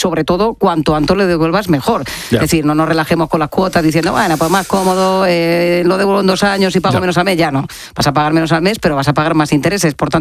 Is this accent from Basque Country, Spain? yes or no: no; Jumilla, Region of Murcia, Spain; desde mi tierra querida, desde Murcia, en Jumilla